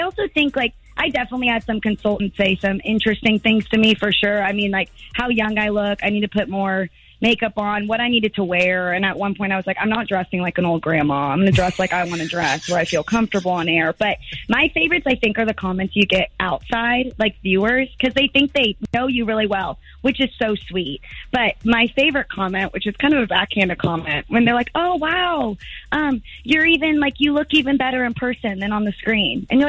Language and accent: English; Texas, United States; now in St. Louis, United States; I'm from Texas.